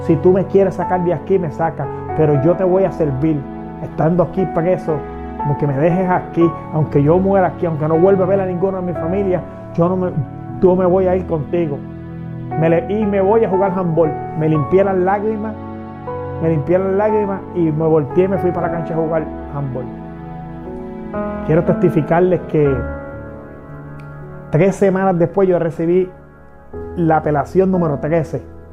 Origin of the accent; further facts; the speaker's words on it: Cuba; empezaron a caer muchas lucecitas encima de mí como cubano